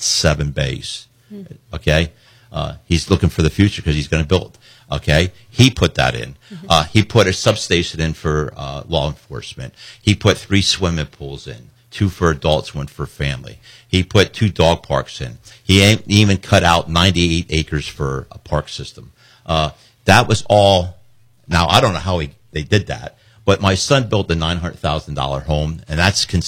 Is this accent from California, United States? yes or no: no; Allentown, Pennsylvania, United States; And when I grew up in Allentown, that's what people did. We mainly walked to work.